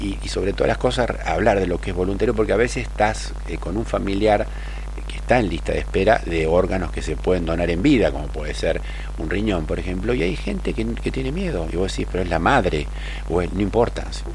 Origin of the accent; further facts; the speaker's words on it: Argentina; somos solidarios los argentinos?